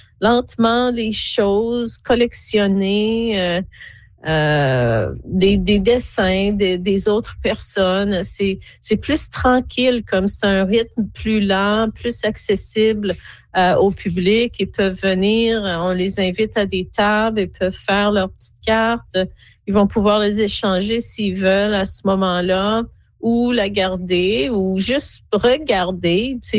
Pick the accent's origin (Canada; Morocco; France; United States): Canada; Quebec City, Quebec; now in Ontario, Canada; la maison où j'ai grandi à Cap-Rouge dans les années 70.